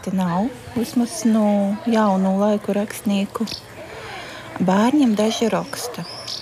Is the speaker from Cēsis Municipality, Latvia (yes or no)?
no; Latgale, Latvia; first language Latgalian; Latvian is a second language; Tā kā es esmu dzimusi un augusi Latgalī, tad latgalīšu valūda ir mūna dzimto valūda, lai gan es jumā reti, kad runoju